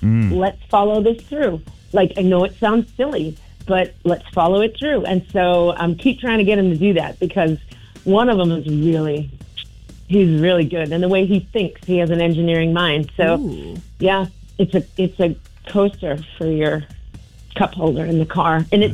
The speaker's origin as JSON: {"language": "English", "region": "Massachusetts", "country": "United States", "tie": "born or raised there", "said": "Remember, I grew up in Massachusetts."}